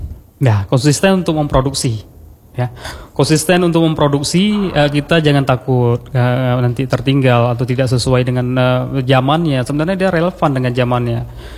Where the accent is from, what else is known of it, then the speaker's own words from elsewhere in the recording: Aceh, Indonesia; sebagai orang Aceh